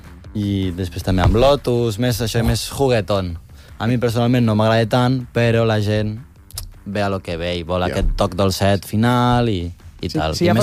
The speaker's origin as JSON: {"language": "Catalan", "town": "Vallbona de les Monges", "region": "Catalonia", "country": "Spain", "tie": "born or raised there", "said": "del poble on m'he criat"}